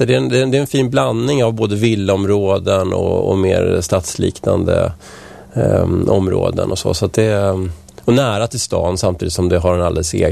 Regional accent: Vällingby, Stockholm County, Sweden; also born or lived in Strängnäs; now in Nacka, Sweden; Jag kom från Vällingby från början och sen har jag bott i stan och jag har bott i Strängnäs då, som sagt. Men vi flyttade hit 2007 och vi blev kära i området direkt.

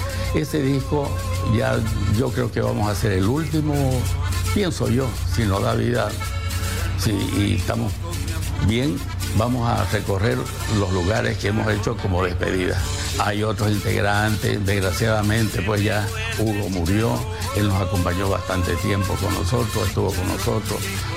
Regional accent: Oriente, Bolivia; nosotros somos del Oriente

